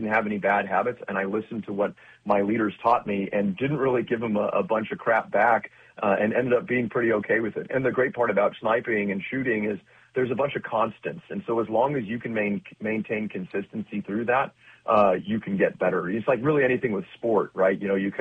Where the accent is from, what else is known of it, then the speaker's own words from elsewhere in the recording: Sunnyvale, California, United States; I'm from Sunnyvale